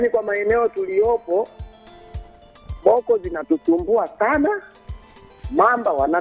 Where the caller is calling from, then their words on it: Migori, Migori County, Kenya; nipo Mtela Migori.